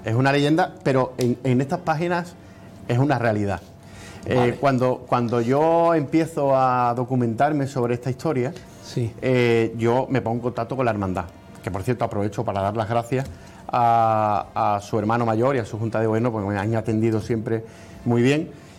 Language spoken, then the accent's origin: Spanish; Cádiz, Andalusia, Spain; Yo soy gaditano y yo la conocía desde muy niño.